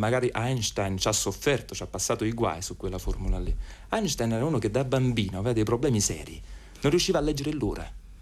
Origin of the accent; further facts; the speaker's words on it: Naples, Campania, Italy; Noi siamo di Napoli